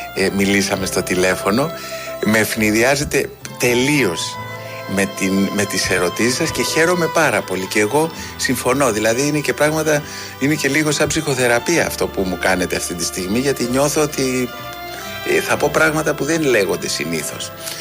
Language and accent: Greek; Athens, Attica, Greece; Μεγάλωσα στο Νέο Κόσμο. Η οικογένειά μας ήταν πάρα πολύ φτωχιά.